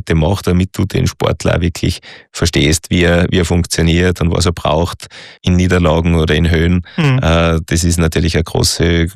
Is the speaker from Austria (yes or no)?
yes; Austria; Das war ein großer Krieg, also bei uns in Österreich vor allem zwischen die zwei Verbände.